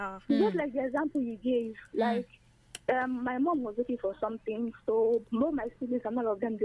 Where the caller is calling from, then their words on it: Udi, Enugu State, Nigeria; I'm calling from Udi.